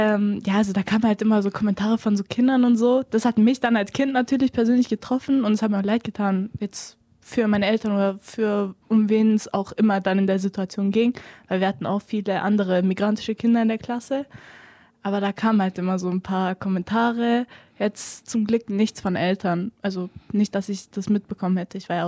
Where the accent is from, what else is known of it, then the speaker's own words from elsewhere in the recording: Kosovo; Wenn ich gesagt habe, ich komme aus Kosovo, ich muss erstmal erklären, was ist Kosovo